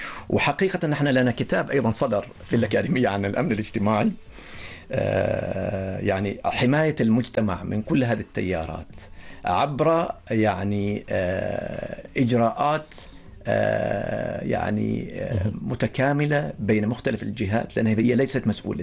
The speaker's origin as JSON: {"language": "Arabic", "country": "Oman", "said": "إحنا كعمانيين في هويتنا كأشخاص متسامحين، متقبلين الآخر، متقبلين للآراء."}